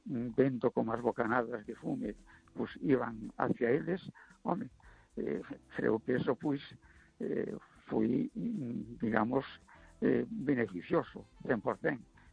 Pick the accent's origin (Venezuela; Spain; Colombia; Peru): Spain; A Coruña, Galicia; Vamos a ver … de Coruña.